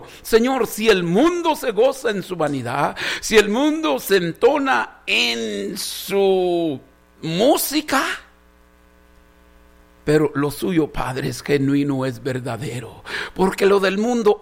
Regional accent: Mexico

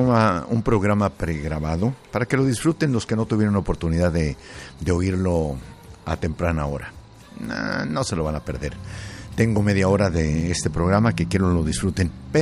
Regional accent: Zacatecas, Mexico; moved away

